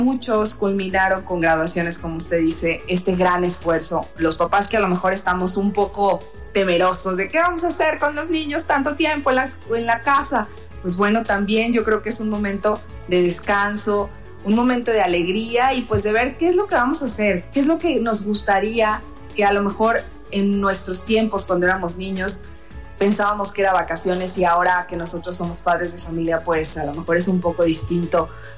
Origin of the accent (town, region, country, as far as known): Mexico